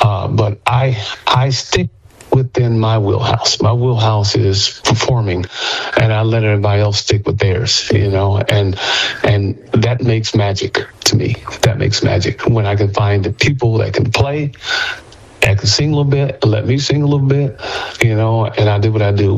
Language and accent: English; New York, United States; born there; moved away as an adult; also born or lived in Texas; now in Northern New Mexico, United States; dad had an opportunity to either go to San Antonio, Texas, or upstate New York, where there was some work opportunities, and he chose to go up there. And then after that, I moved back to Texas after college